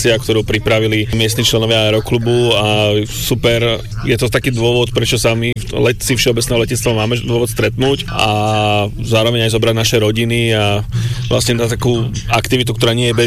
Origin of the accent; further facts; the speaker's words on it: Košice, Košice Region, Slovakia; My sme z Košíc, lietadlo vlastne hangarujeme našim domácim letiskom, je letisko Poprad Tatry, takže máme vlastne taký výlet rodiny.